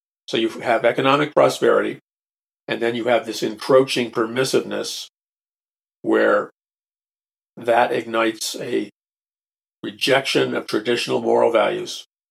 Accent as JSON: {"language": "English", "town": "New York City", "region": "New York", "country": "United States", "tie": "born or raised there", "said": "when I first was a little boy growing up in New York City"}